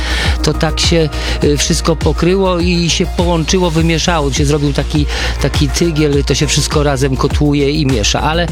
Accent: Lower Silesian Voivodeship, Poland; born there; Ja się urodziłem na Dolnym Śląsku

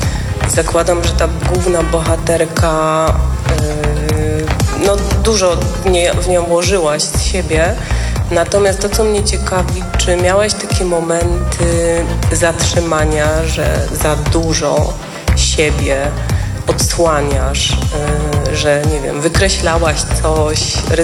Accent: Kraków, Lesser Poland, Poland; now in Sól, Poland; bo jestem rodowitą krakuską. Mieszkam tutaj od półtorej roku w gminie Rajcza, w miejscowości Sól.

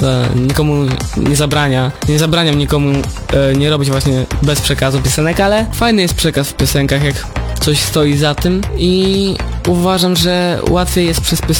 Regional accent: Malbork, Pomeranian Voivodeship, Poland; jestem młodym artystą z Malborka.

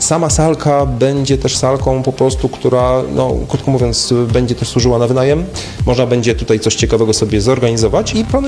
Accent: Poznań, Greater Poland Voivodeship, Poland; jako poznaniacy

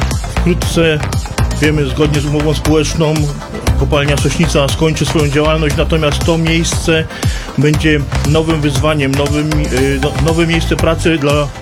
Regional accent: Silesian Voivodeship, Poland; Szanowni państwo, jestem ze Śląska. To miejsce mi jest szczególnie znane z racji, że mieszkałem bardzo blisko, uczęszczałem na Politechnikę Śląską, latami jeździłem do Gliwic

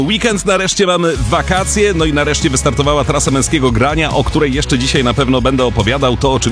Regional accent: Łódź, Łódź Voivodeship, Poland; Ja w centrum Łodzi się wychowywałam na podwórku.

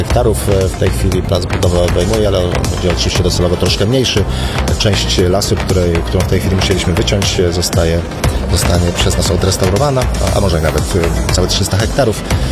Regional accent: Pomeranian Voivodeship, Poland; Jestem tam Pomorzaninem, nie urodziłem się w Gdańsku, ale jestem z Pomorza i doceniam walory tej części polskiej.

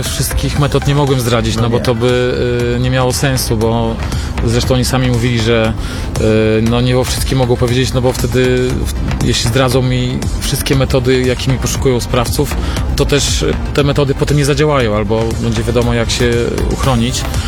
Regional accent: Białystok, Podlaskie Voivodeship, Poland; born there; Dokładnie, ja jestem urodzony w Białymstoku. Tutaj też zaczynałem swoją pracę dziennikarską, więc zawsze do Białegostoku chętnie wracam.

